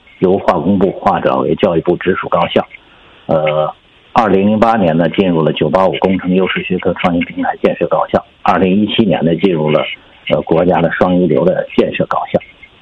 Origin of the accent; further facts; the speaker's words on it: Songyuan, Jilin, China; 我是吉林松原人。